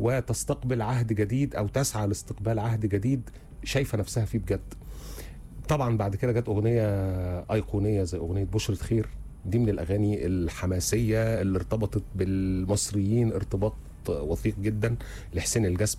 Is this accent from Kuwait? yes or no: no; Egypt; احنا اصلا كمصريين